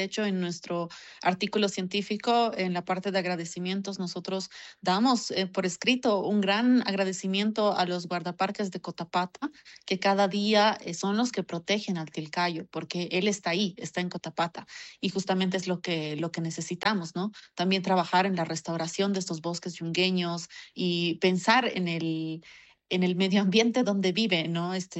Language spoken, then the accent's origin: Spanish; Bolivia; Somos bolivianos